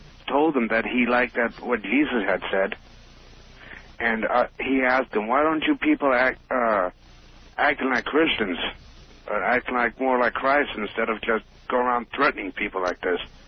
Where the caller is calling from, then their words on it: Long Beach, California, United States; I'm calling from Long Beach.